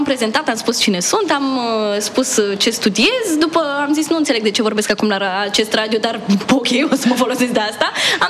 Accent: Iași, Iași County, Romania; eram la facultate de jurnalism în Iași, eu sunt din Iași

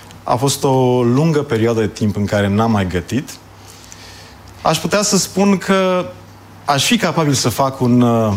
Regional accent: Bucharest, Romania; Născut și crescut în București, copil de asfalt 100%, prima parte a copilăriei în Rahova, a doua parte a copilăriei, adolescența, în celebrul cartier Sălăjan. Deci mă consider un bucureștean jet

